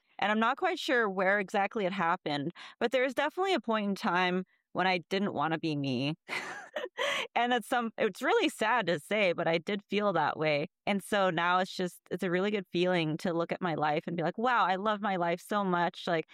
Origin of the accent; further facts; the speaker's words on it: Alaska, United States; When I started, like, when I would say, oh, I'm from Alaska, they're like, oh, so what are you?